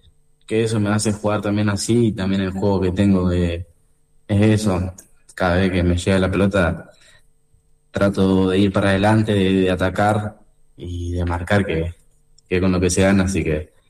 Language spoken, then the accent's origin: Spanish; Argentina; moved away as an adult; now in Parma, Italy; Tener muchos argentinos te ayuda porque, bueno, la adaptación es mucho más fácil.